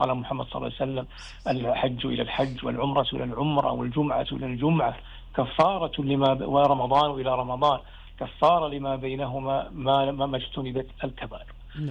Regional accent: Kuwait; بلدنا الكويت

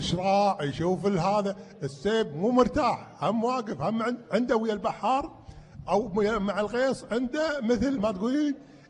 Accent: Kuwait; وهذه شغلتنا ككويتيين

